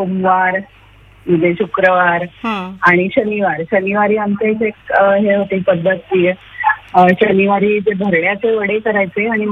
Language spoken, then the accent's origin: Marathi; Kalyan, Maharashtra, India; आणि मी म्हणजे कल्याणला माझं माहेर आहे.